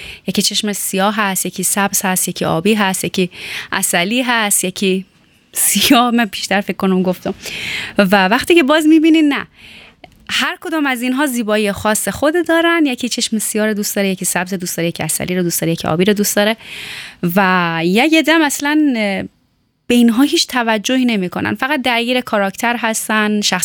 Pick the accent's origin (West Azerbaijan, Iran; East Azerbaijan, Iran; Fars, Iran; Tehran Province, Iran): Tehran Province, Iran; Tehran; چون همیشه گفتم متولد ایران هستم، خودم در کوچه پس کوچه های تهران میدیدم و سرگرم بازی و شیطنت و راه مدرسه